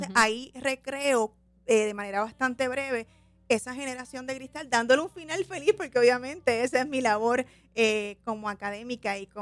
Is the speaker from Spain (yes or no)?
no; Mayagüez, Puerto Rico; now in Cupey, Puerto Rico; Yo soy de Mayagüez.